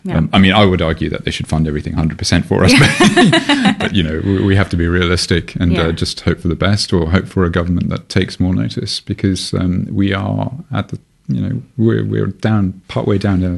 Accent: Malaysia; I'm originally from Malaysia. Despite my very Western name, I am mixed race and I grew up there and maintain my research interests and collaborations with locals there

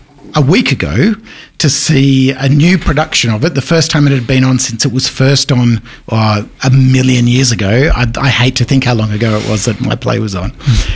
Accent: Tasmania, Australia; because I'm from Tasmania originally.

